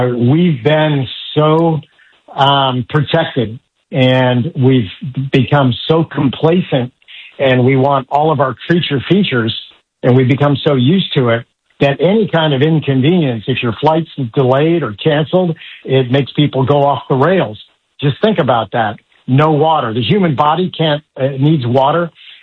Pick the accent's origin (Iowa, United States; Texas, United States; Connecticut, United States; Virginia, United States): Iowa, United States; I grew up in the Midwest. I was an Iowa paper boy as a kid, idyllic growing up.